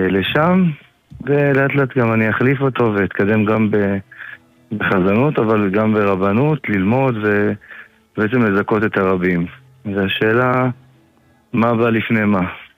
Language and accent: Hebrew; Ashdod, Southern District, Israel; now in Jerusalem, Israel; עכשיו, במקום בו אני גדלתי, גדלתי באשדוד